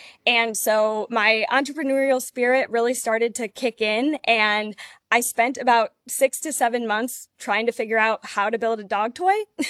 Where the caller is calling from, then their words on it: Atlanta, Georgia, United States; I'm calling from Atlanta